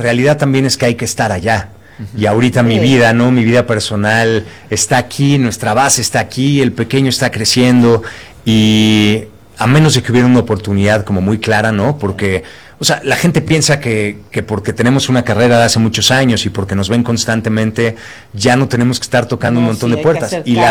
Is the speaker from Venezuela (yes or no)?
no; Mexico; lo que somos como mexicanos